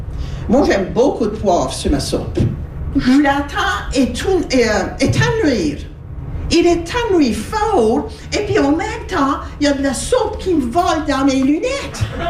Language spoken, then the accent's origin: French; Baie Sainte-Marie, Nova Scotia, Canada; Ben moi, je viens de la Baie-Sainte-Marie.